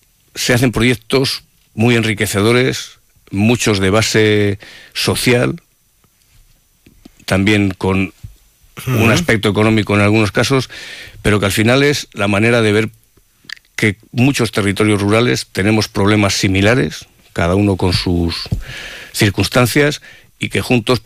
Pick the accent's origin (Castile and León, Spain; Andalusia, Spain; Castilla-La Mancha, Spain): Castile and León, Spain; somos muy castellanos en eso de no alegrarnos de lo que hacemos